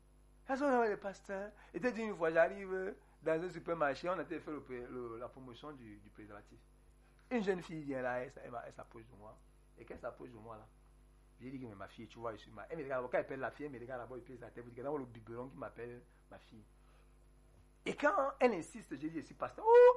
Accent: Republic of the Congo; moi, je me rappelais, on a grandi ça en Congo.

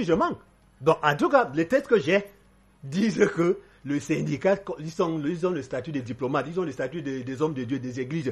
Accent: West, Cameroon; now in Yaoundé, Cameroon; Moi, je suis de l'Ouest. N'est-ce pas?

